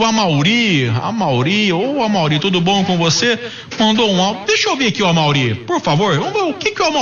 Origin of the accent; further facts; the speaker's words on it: São Paulo, Brazil; somos paulistas.